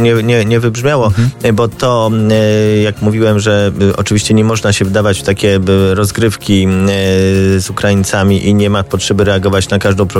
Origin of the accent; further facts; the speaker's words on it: Radom, Masovian Voivodeship, Poland; Jestem posłem z Radomia, urodziłem się w Radomiu, wychowałem się w Radomiu, byłem radnym Radomia